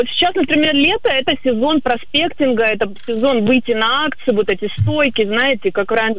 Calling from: Khabarovsk, Khabarovsk Krai, Russia; я из Хабаровска.

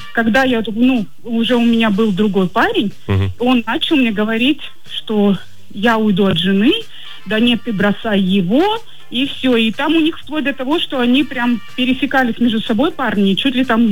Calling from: Vladivostok, Primorsky Krai, Russia; мы из Приморского края. И Владивосток за тебя.

